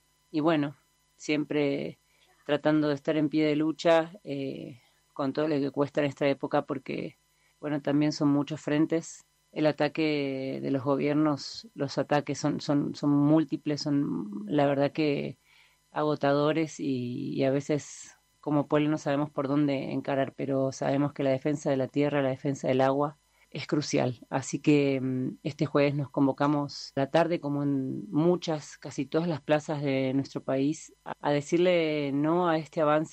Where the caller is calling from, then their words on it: Valle Fértil, San Juan, Argentina; soy vecina de Valle Fértil, un departamento al este de San Juan, la provincia de San Juan.